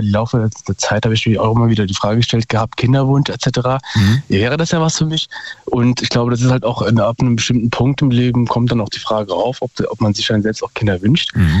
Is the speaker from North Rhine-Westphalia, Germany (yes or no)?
no; Hesse, Germany; Ich bin hier aus Umgebung Darmstadt.